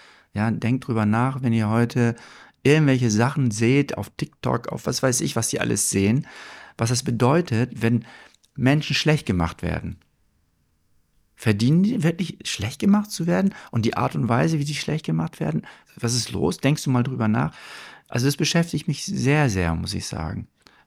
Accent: Germany; Ich bin ja aufgewachsen in Deutschland

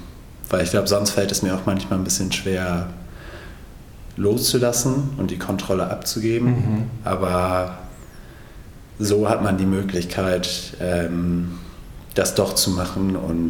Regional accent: England, United Kingdom; now in Berlin, Germany; Ich bin in England aufgewachsen und ich bin in einem Einfamilienhaus aufgewachsen, was in England auch schon eher üblich ist.

